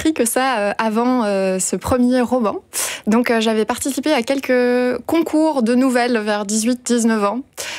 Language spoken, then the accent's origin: French; Belgium; Je suis belge.